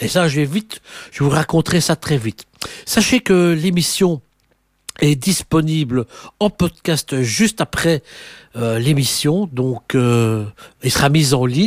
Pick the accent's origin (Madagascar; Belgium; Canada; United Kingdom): Belgium